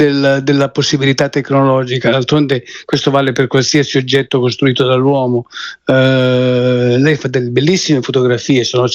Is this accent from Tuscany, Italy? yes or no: no; Lombardy, Italy; also born or lived in Como; io nasco a Como, sono cresciuto nel Varesotto